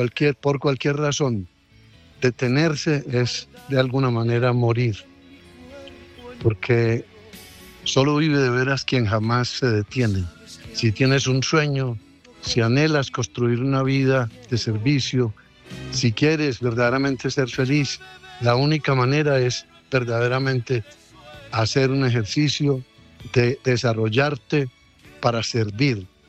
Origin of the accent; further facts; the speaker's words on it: Colombia; de que esta selección que somos todos los colombianos para el mundo, podamos llegar a construir cada vez una nación mejor.